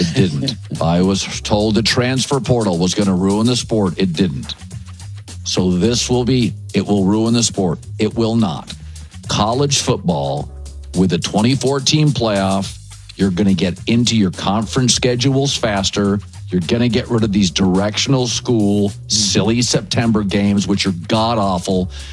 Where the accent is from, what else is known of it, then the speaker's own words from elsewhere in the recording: West Coast, United States; so I grew up on the West Coast. So I grew up as a Pac-12 fan.